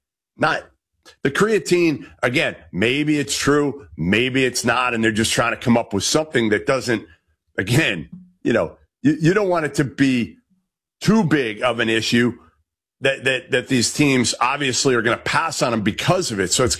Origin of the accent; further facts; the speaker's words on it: Boston, Massachusetts, United States; I grew up in Boston.